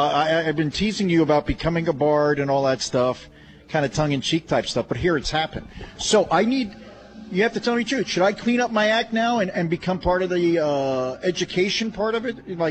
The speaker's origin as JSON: {"language": "English", "region": "New Jersey", "country": "United States", "said": "I they didn't say anything because I'm from New Jersey and I'm learning stuff"}